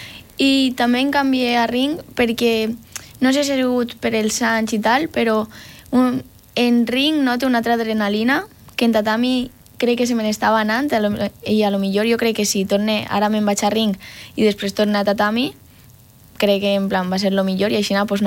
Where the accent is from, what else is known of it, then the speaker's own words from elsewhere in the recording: Benifaió, Valencian Community, Spain; jo soc de Benifaió i tinc 40 minuts de viatge.